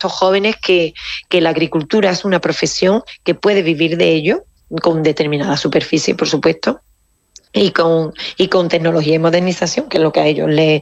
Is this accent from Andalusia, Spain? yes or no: yes; Seville, Andalusia, Spain; now in Carcabuey, Spain; porque yo soy de capital y me vine al mundo rural, soy de Sevilla, me vine aquí a Carcagüey